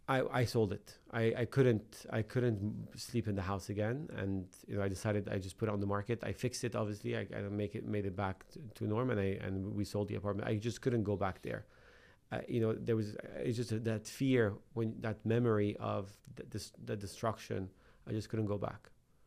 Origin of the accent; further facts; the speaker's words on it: Lebanon; moved away as an adult; now in Atlanta, United States; I love Lebanon. It's my home country, but I just wanted to get as far as possible away. I came back for 2 3 days, packed everything I had, and moved to the US.